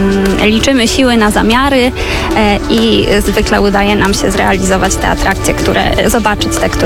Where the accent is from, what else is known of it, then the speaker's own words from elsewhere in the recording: Świętokrzyskie Voivodeship, Poland; My oczywiście polecamy Góry Świętokrzyskie. Jesteśmy z Gór Świętokrzyskich.